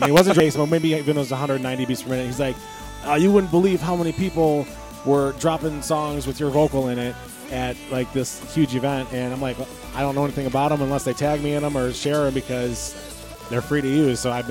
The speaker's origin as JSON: {"language": "English", "town": "Toledo", "region": "Ohio", "country": "United States", "said": "I'm from Toledo"}